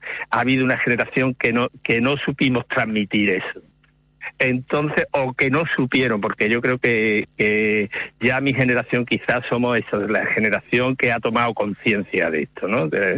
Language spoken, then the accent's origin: Spanish; Alcalá de los Gazules, Andalusia, Spain; en mi pueblo, en Alcalá de los Cazules, que yo soy de allí, de Cádiz